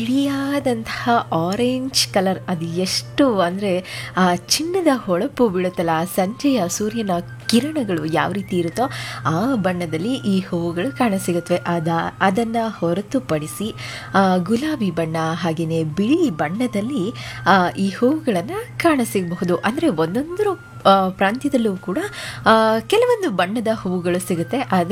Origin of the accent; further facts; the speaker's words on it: Tumakuru, Karnataka, India; ನಮ್ಮೂರ ಕಡೆ, ಅಂದರೆ ನಮ್ಮ ಕಲ್ಪತರು ನಾಡು ತುಮಕೂರು ಸೈಡೆಲ್ಲ